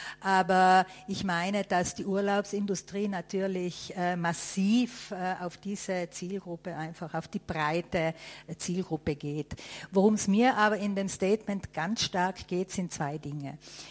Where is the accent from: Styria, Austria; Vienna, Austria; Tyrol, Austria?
Tyrol, Austria; Das ist mein Recht als Tirolerin.